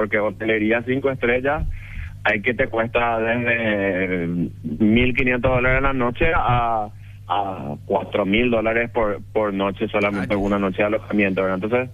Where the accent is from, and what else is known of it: Paraguay